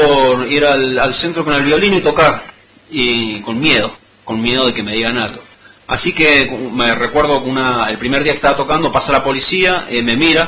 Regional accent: Mendoza, Argentina; also born or lived in General Alvear, Mendoza / Brazil; now in San Rafael, Argentina; yo soy nacido en General Alvear, pero bueno, mucha crianza en la parte de la ciudad de Mendoza

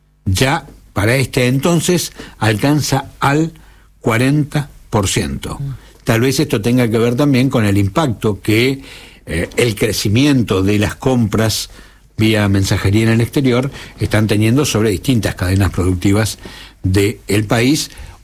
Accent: Argentina; una efeméride propia de nuestro país

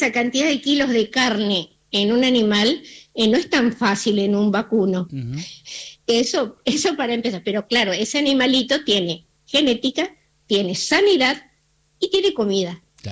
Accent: Argentina

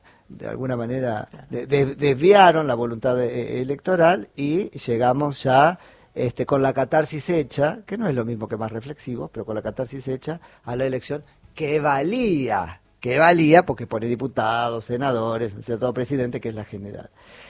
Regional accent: Argentina; O sea, pagamos carísimo como argentinos, independientemente de los resultados, el proceso electoral del año pasado.

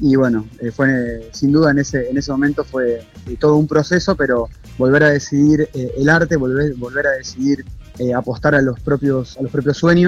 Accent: Rosario, Santa Fe, Argentina; moved away; yo soy de Rosario

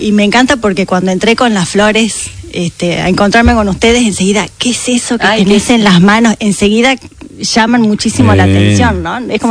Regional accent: Salta, Argentina; accent: Salteño tonada; moved away as an adult; also born or lived in Buenos Aires; yo estudié acá, me vine de Salta a estudiar, hice diseño gráfico en la UBA.

